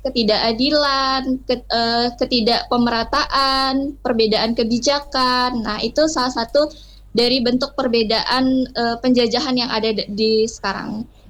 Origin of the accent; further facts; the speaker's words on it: Sanggau, West Kalimantan, Indonesia; now in Pontianak, Indonesia; kebetulan saya juga mahasiswa yang bukan dari daerah saya sendiri, karena saya aslinya dari Kabupaten Sanggau.